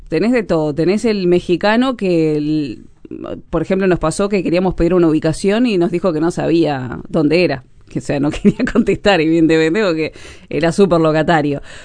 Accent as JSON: {"language": "Spanish", "country": "Uruguay", "said": "cuando le decía que era uruguaya"}